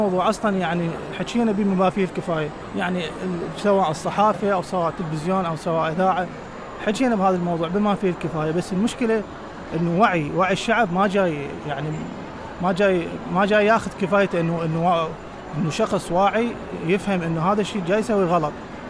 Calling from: Basra Governorate, Iraq

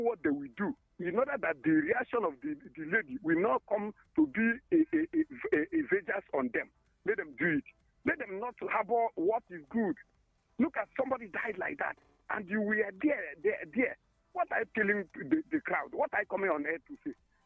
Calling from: Iko, Ebonyi, Nigeria; I am calling you from Iko in Ebonyi State.

